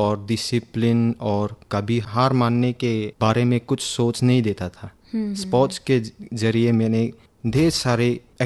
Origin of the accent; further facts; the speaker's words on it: Haflong, Assam, India; और मैं यही हाफलोंग महादेवतीला शहर का हूँ।